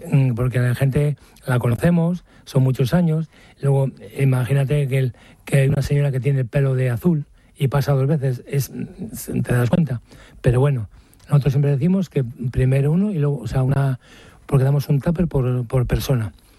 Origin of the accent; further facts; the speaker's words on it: Maliaño, Cantabria, Spain; como nos llaman cachoneros a los que somos de Maliaño, pues eso tenemos un poco de orgullo con ellos y lo llevamos siempre en la sangre